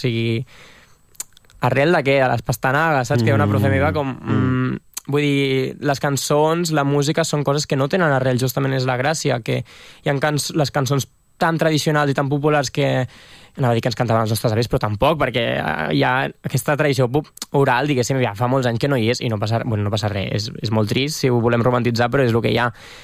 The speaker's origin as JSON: {"language": "Catalan", "region": "Catalonia", "country": "Spain", "said": "amb un espanyolisme que ens ataca tant al final com a catalans"}